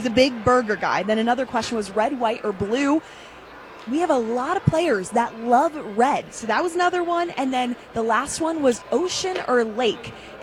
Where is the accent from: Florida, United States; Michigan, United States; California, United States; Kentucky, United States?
California, United States; Manhattan Beach; So, so I'm from Manhattan Beach. Yeah. And I know I'm biased because that's my hometown.